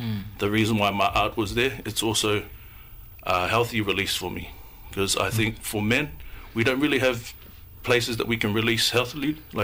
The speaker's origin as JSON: {"language": "English", "country": "Australia", "tie": "born or raised there", "also_born_or_lived": "New Zealand", "said": "somebody that's born in New Zealand but raised in Australia"}